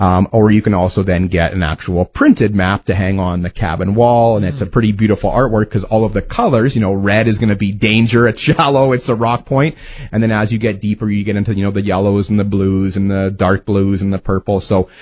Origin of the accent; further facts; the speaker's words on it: Wawota, Saskatchewan, Canada; one of my first jobs as a kid growing up in Wawota, Saskatchewan. So I grew up in the southeast